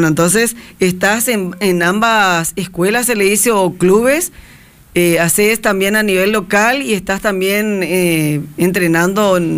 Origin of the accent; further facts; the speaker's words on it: Argentina; born there; moved away; yo estudié en la Argentina, hice toda mi primaria allá y se jugaba mucho vóley. Cuando me vine a Paraguay